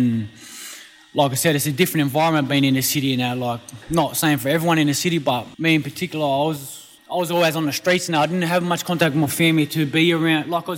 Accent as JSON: {"language": "English", "town": "Mount Druitt", "region": "New South Wales", "country": "Australia", "tie": "born or raised there", "said": "My dad's Koori and my mum's white. I grew up in Mount Druitt all my life."}